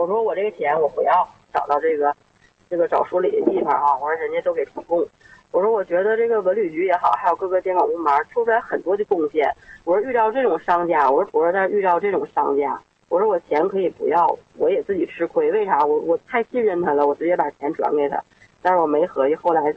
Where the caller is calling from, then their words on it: Anshan, Liaoning, China; 辽宁鞍山